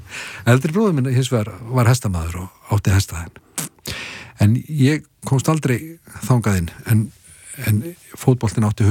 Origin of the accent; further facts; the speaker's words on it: Kópavogur, Capital Region, Iceland; also born or lived in New York, United States; Já, já, ég elst upp í Kópavoginn sko.